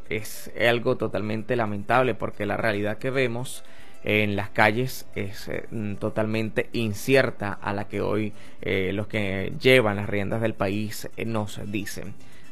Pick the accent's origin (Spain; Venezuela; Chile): Venezuela